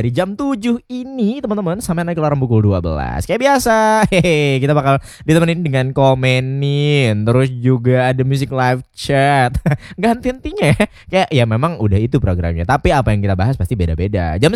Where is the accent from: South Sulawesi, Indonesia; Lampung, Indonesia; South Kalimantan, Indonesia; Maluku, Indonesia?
South Kalimantan, Indonesia; Bahasa Banjar banget emang. Kita kan dari Banjar ya kan.